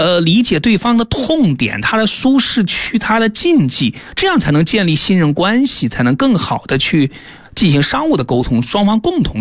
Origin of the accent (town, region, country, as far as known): China